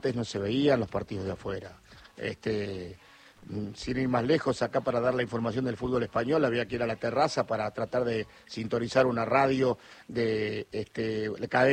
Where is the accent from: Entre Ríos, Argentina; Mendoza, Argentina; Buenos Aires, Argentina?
Entre Ríos, Argentina; Basavilbaso; de Baza Bilbaso, Entre Ríos.